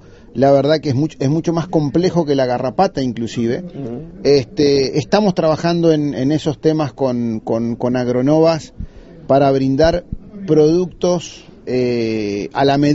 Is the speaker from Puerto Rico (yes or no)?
no; Argentina; nosotros como argentinos